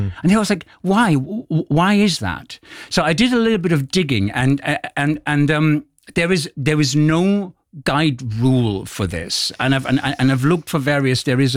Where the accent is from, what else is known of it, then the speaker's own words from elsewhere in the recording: Germany; English is a second language; moved away; English is not my first language. And so it takes a German to talk to you about English grammar and pronunciation.